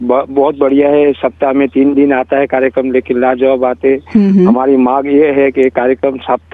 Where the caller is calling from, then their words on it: Der, Patan district, Gujarat, India; मैं गुजरात से आपका नियमित श्रोता … मेरा गांव का नाम है डेर, तहसील जिला पाटन।